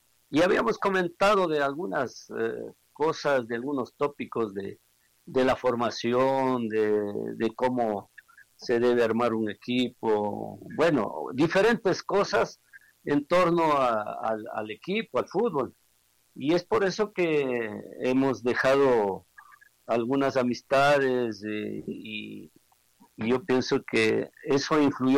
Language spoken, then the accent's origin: Spanish; Ecuador; Hemos mejorado muchísimo como fútbol ecuatoriano